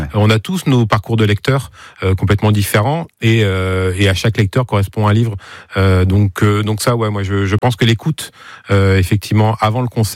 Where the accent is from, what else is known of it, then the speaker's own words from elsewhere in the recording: Nuillé-sur-Vicoin, Pays de la Loire, France; also born or lived in Laval; Moi, je suis originaire de Nuillé-sur-Vicoin.